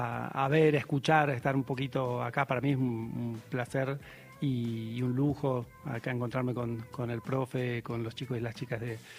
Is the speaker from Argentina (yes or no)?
yes; Buenos Aires, Argentina